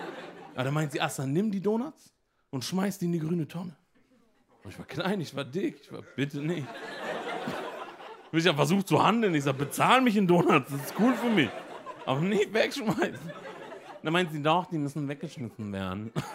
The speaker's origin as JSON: {"language": "German", "town": "Emden", "region": "Lower Saxony", "country": "Germany", "tie": "born or raised there", "said": "Ich komme aus Emden, Ostfriesland. Das ist krass. Mein Vater, der kommt aus dem Senegal. Ist unten irgendwo in Deutschland gelandet und dachte sich, ich gehe dahin, wo noch kein anderer Schwarzer war. Ich gehe ganz in den Norden. Ich bin aufgewachsen in Emden."}